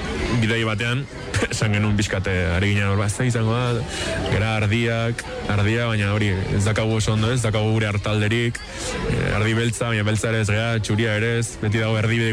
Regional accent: San Sebastián, Basque Country, Spain; taldekoa, eta Donostiarra gara. Irukote bat gara, eta Donostiarra gara.

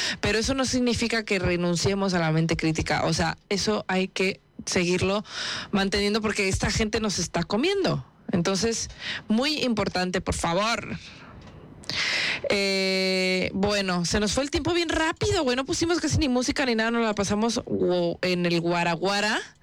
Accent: Mexico; Esa es la mezcla que nosotros traemos adentro como orgullosos mexicanos.

